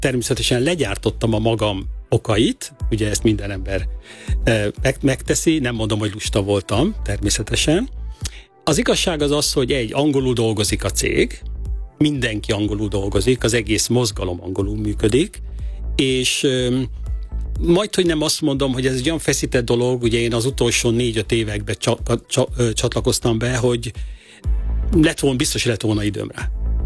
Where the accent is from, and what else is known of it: Hungary; moved away as an adult; also born or lived in China